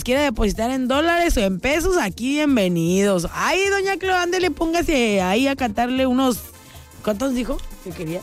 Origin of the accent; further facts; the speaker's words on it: Salina Cruz, Oaxaca, Mexico; Dice, por aquí es correcto, chula, es la bella Cenicienta del Pacífico, mi ciudad natal.